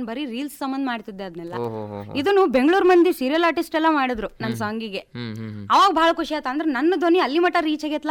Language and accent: Kannada; Karnataka, India; ನಾವು ಉತ್ತರ ಕರ್ನಾಟಕದವರು ಅರ್ಧಕ್ಕರ್ಧ ಗುರುತಿಸ್ಕೊಂಡಿರೋದು ಜನಪದಿಂದ.